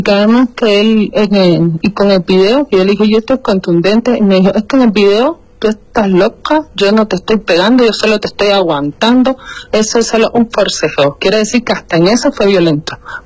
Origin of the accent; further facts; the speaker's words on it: Cuba; Yo soy de origen cubano.